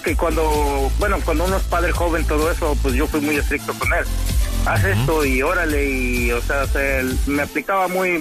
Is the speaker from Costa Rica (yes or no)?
no; Mexico; pues ya vengo casado desde México